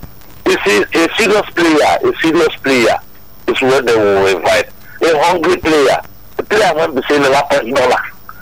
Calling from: Nigeria; I'm calling from Yamasaja.

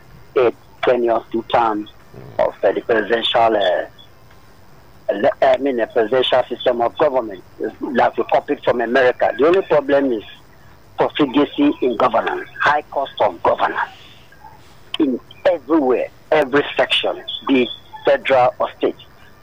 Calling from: Lagos, Nigeria; I'm calling from Abaranja in Ikotun.

